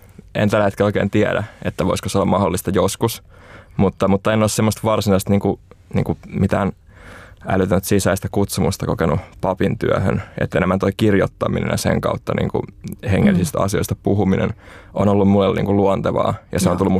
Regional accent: Espoo, Uusimaa, Finland; Mä oon Espoosta kotoisin ja kasvanut semmoisessa perheessä, jossa oli isä, äiti ja mulla on 4 pikkuveljeä.

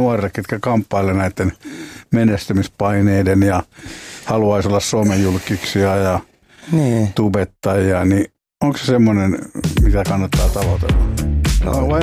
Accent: Lapinjärvi, Uusimaa, Finland; Mä muistan, kun Lapinjärjellä, mä oon kotoisin pieni kylä tuolla Itä-Uudellamaalla

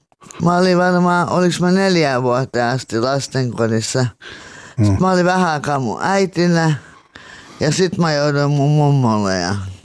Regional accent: Helsinki, Uusimaa, Finland; Mä oon Kanelmäestä.

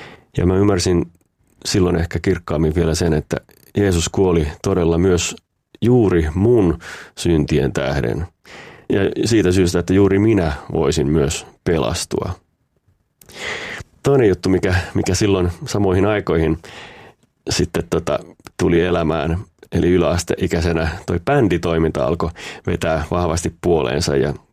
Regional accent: Peräseinäjoki, South Ostrobothnia, Finland; mä oon viettänyt lapsuuden ja nuoruuden tuolla Etelä-Pohjanmaalla Peräseinäjoella ja oon kristitystä perheestä lähtöisin, saanut kasvaa uskoon ihan pienestä pitäen.

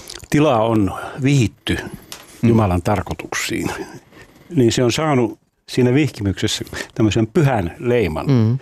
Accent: Rovaniemi, Lapland, Finland; Ja kun mä Rovaniemeltä kotoisin, sellainen valtava alttarifresko, joka siellä on

